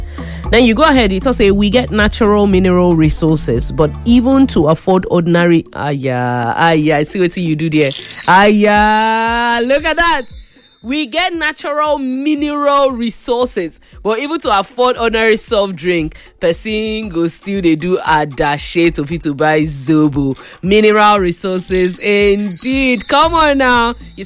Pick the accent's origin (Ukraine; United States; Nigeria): Nigeria; As far as I'm concerned, as far as I'm a Nigerian, Tinubu has done good to me.